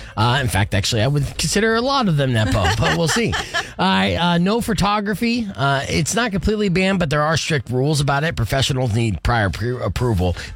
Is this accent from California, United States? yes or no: no; Arizona, United States; I grew up in Arizona